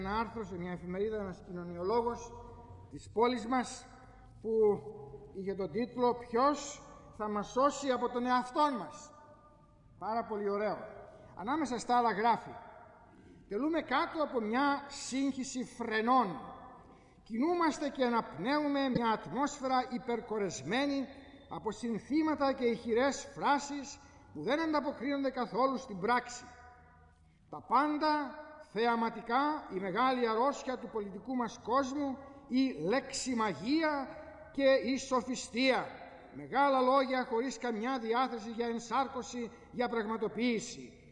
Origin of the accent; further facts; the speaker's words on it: Greece; Είμαστε τόσο εγωκεντρικοί και ατομικιστές σαν Έλληνες